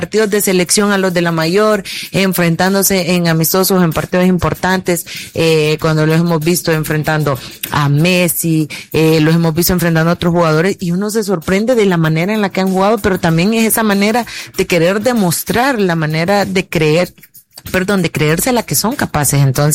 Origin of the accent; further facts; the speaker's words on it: El Salvador; es el tema psicológico que todavía como salvadoreño